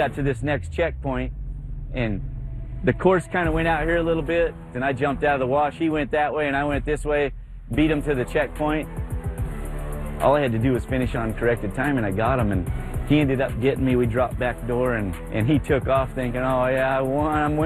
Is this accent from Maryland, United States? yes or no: no; Lakeside, Arizona, United States; I'm from Lakeside, Arizona.